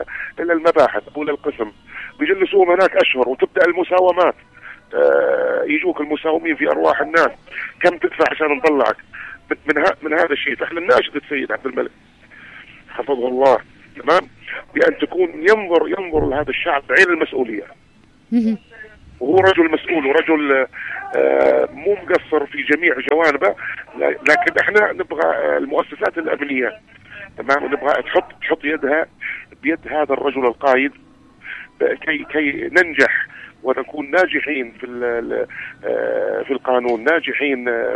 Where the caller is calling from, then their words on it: Al Mahrah, Yemen; من محافظة المهرة تابعكم.